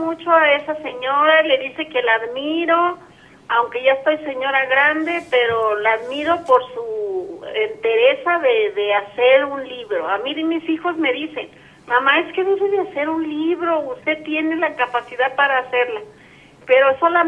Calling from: San Pedro Piedra Gorda, Zacatecas, Mexico; de San Pedro Piedra Gorda, pero vivo en Zacatecas.

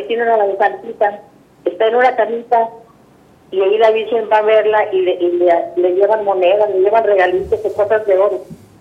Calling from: Calera, Zacatecas, Mexico; De aquí, de Calera.

